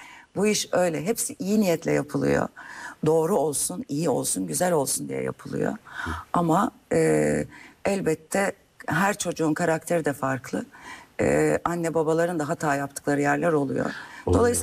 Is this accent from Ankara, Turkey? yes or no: no; Lüleburgaz, Kırklareli, Turkey; oranın doğası, insanı, büyüdüğüm yer tabii, kan çekiyor diyelim.